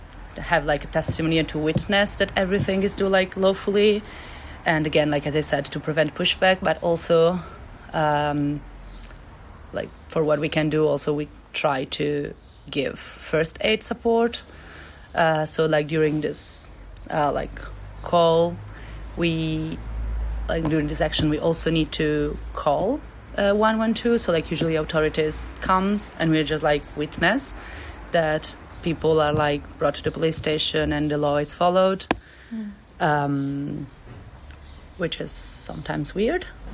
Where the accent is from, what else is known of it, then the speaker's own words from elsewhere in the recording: Italy; English is a second language; I'm 23 years old, I'm from Italy. And I'm here in Bulgaria with Anna.